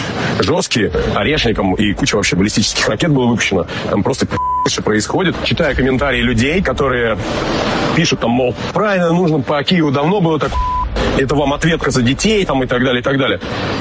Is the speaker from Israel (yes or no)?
no; Moscow, Russia; Вот я россиянин из Москвы, да, всю жизнь там прожил.